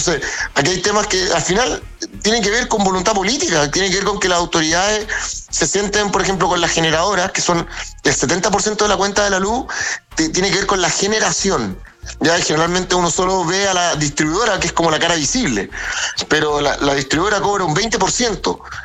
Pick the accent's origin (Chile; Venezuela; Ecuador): Chile